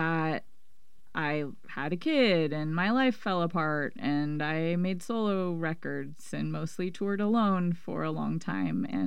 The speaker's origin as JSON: {"language": "English", "town": "Nevada City", "region": "California", "country": "United States", "tie": "born or raised there", "said": "I wrote it after a trip down to my hometown, which is Nevada City, California. It's a very cool, weird little town."}